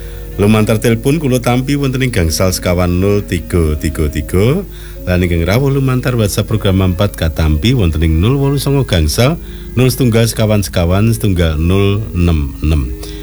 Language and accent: Javanese; Yogyakarta, Special Region of Yogyakarta, Indonesia; now in Palangkaraya, Indonesia; Sinaosa kula mapan wonten ing Palangkaraya namung kula asli Jogja.